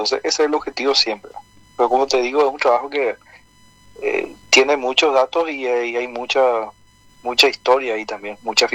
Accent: Paraguay

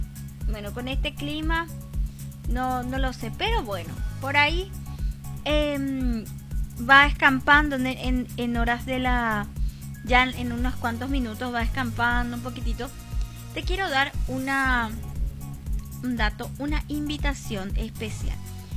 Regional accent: Paraguay; nosotros como paraguayos

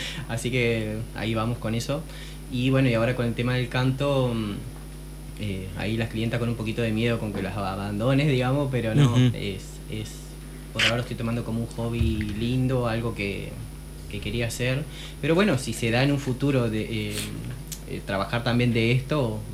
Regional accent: Diamante, Entre Ríos, Argentina; born or raised there

